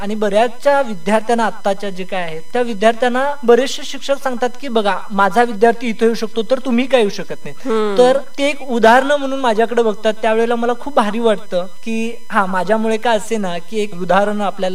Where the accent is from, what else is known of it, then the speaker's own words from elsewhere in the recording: Karnataka, India; accent: village dialect; moved away; बेळगाव पासून माझं गाव जवळजवळ 15-1 किलोमीटरच्या अंतरावरती आहे